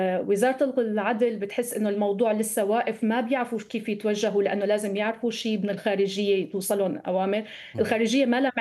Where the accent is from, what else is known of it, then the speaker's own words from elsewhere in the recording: Syria; أقصى جملة سمعناها نحن كسوريين بعد التحرير